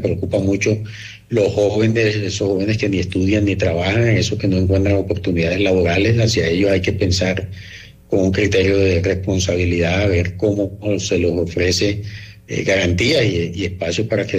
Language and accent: Spanish; Santa Marta, Magdalena, Colombia; now in Bogotá, Colombia; Más samario que el morro, como decimos allá los samarios, en la ciudad de Santa Marta.